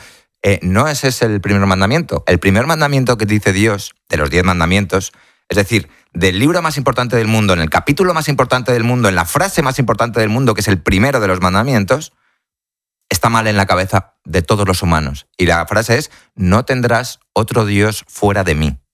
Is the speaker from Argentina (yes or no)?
no; Spain